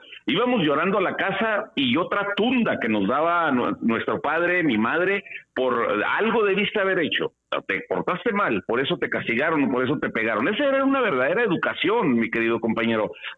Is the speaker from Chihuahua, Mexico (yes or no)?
yes; Delicias, Chihuahua, Mexico; now in Ciudad Camargo, Mexico; acá de donde soy originario, de la ciudad de Delicias, en un ejido vivíamos